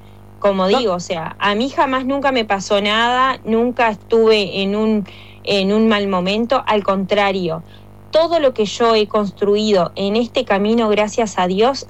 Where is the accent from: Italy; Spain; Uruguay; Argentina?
Uruguay; nosotros como uruguayos siempre ponemos el ejemplo del fútbol, ¿no?